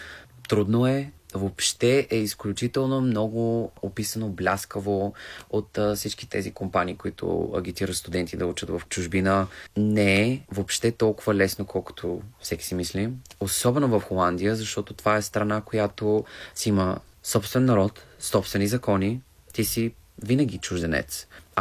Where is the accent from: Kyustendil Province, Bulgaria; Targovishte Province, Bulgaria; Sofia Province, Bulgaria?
Targovishte Province, Bulgaria; Targovishte; moved away as an adult; now in Netherlands; Родом съм от Търговище и съм живял до 18 години в Търговище.